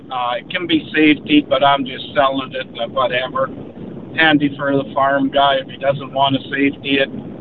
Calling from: Gainsborough, Canada

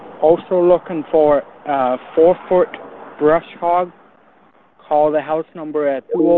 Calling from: Manitoba, Canada; I am calling back from the language area.

